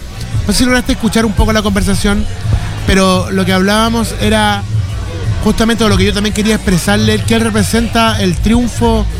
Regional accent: Valparaíso, Chile; Valparaíso, una ciudad que a veces los porteños nos hemos acostumbrado al castigo

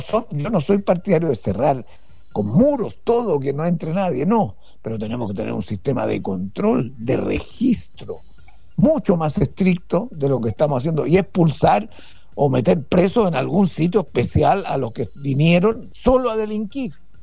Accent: Chile; mi preocupación como chileno hoy día

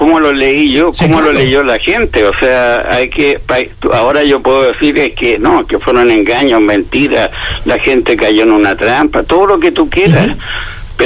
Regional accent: Chile; Es decir, si todos somos chilenos y orgullosos de ser chilenos, yo al menos lo soy, y parece que la gran mayoría de mi país lo es.

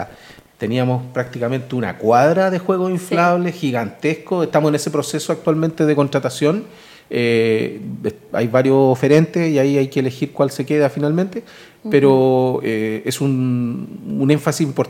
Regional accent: Limache, Valparaíso, Chile; moved away as an adult; now in Quillota, Chile; mi infancia fue en Limache. Yo llegué hace 13, 14 años acá a Quillota, pero mi infancia fue en Limache

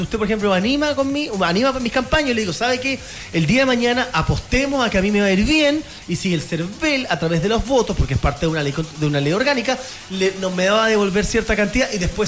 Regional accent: Limache, Valparaíso, Chile; yo soy de Limache, entonces onda, hay mucha gente que escucha la radio Libra

